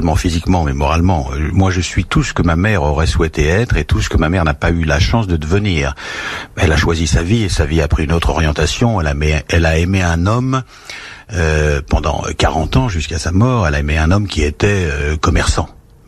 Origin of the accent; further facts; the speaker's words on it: Bourg-la-Reine, Île-de-France, France; born there; passer devant chez nous, à Bourg-la-Reine